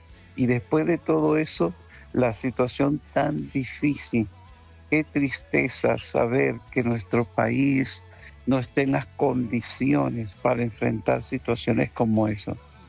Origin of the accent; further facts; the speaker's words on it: Venezuela; Somos venezolanos